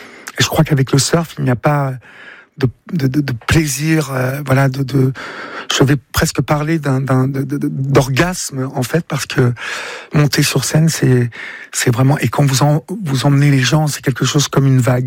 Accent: Évreux, Normandy, France; moved away as an adult; j'ai grandi à Évreux, et Évreux est une ville extrêmement compliqué.

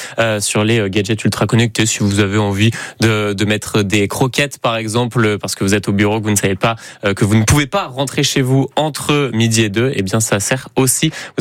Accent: Lille, Hauts-de-France, France; moved away; de base, je viens de Lille et j'ai pu faire la braderie de Lille quelques fois

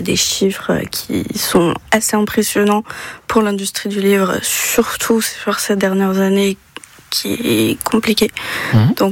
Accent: Rethel, Grand Est, France; also born or lived in Toulouse; now in Reims, France; Alors, je suis originaire de Rethel, enfin à côté

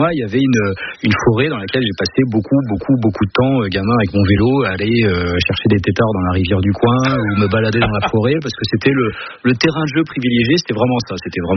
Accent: Valognes, Normandy, France; born there; also born or lived in Gironde; je suis né à Valognes, j'y suis resté une année et demie, et après on est parti en Gironde, mais je suis retourné à Valognes.

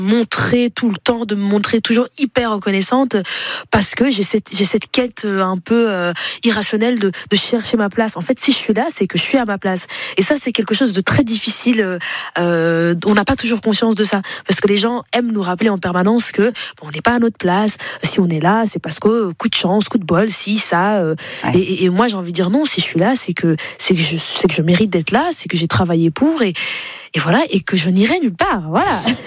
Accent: Flanders, Belgium; plus moi j'ai grandi en Flandre, donc la partie flamande de la Belgique.

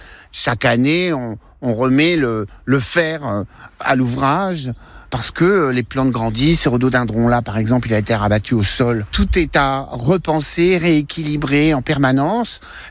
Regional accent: Barneville, Normandy, France; C'est ce qu'il y a dans les robinets à Barneville, là où j'ai grandi. Et pour moi, ça compte.

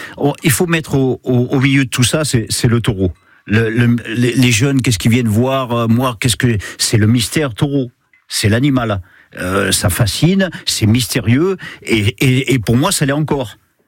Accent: Lyon, Auvergne-Rhône-Alpes, France; born there; je suis né à Lyon

